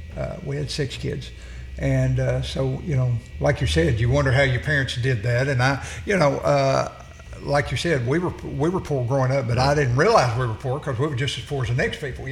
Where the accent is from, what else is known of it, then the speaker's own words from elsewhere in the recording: Tennessee, United States; I grew up here in Tennessee, and I don't believe I'd want to go anywhere else.